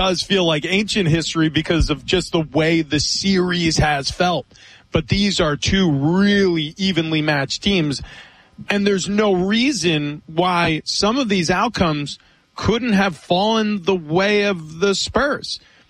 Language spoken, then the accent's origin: English; New York, United States; And I grew up in New York. I grew up a Knicks fan.